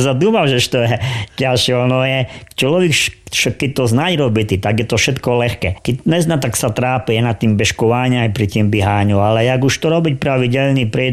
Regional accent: eastern Slovakia, Slovakia; No, ja si dúfam, že u nás na východe je furt toho snivu

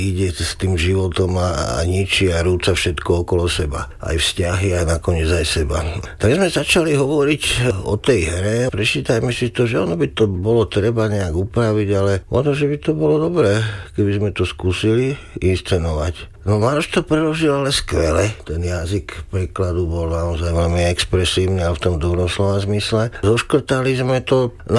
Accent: Nové Mesto nad Váhom, Trenčín Region, Slovakia; born there; vlak zastal paradoxne v Novom meste nad Váhom, čo je moje rodisko.

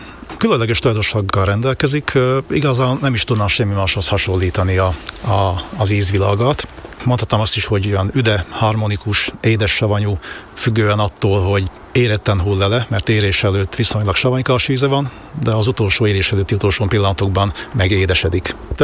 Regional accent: Baraca, Borsod-Abaúj-Zemplén, Hungary; Ugye én is, feleségem is faluhelyre születtünk, tehát volt ebben némi hozott tapasztalat, nem volt teljesen idegen ez a terület. Ha visszagondolok, akkor 7 éves koromig Baraccán éltünk

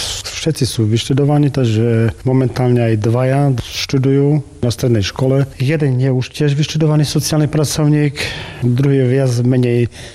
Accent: Družstevná pri Hornáde, Košice Region, Slovakia; pochádzam z vedľajšej dediny Drusovnej pri Hornáde.

